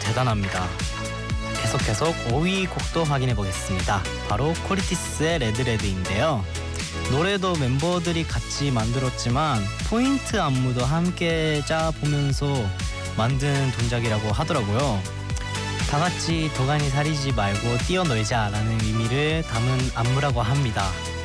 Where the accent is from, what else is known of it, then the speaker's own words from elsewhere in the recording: Japan; Korean is a second language; 어디서 왔어? 하면 저 일본에서 왔어요 얘기하